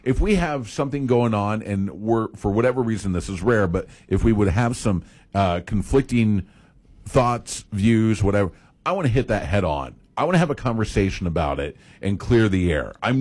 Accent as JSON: {"language": "English", "town": "Grand Island", "region": "Nebraska", "country": "United States", "said": "because I am from the Grand Island area, and so we would go and club at different places, different spots in metros."}